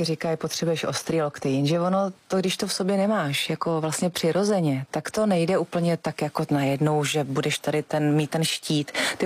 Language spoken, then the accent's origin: Czech; Votice, Central Bohemian Region, Czechia; já pocházím z Votic, což je vlastně u Benešova asi 6000 městečko.